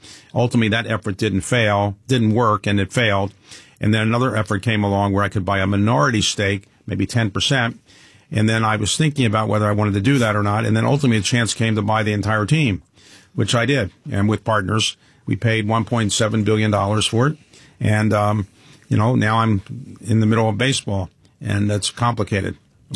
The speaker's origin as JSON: {"language": "English", "town": "Baltimore", "region": "Maryland", "country": "United States", "tie": "born or raised there", "said": "Yes, I grew up in Baltimore."}